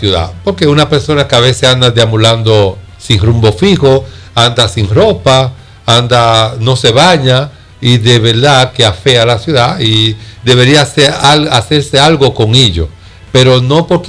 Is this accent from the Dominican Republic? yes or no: yes; Puerto Plata, Dominican Republic; somos de Puerto Plata